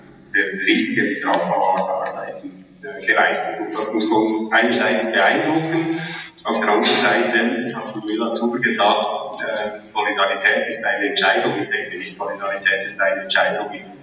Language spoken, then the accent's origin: German; Switzerland; Und das müssen wir uns als Schweizer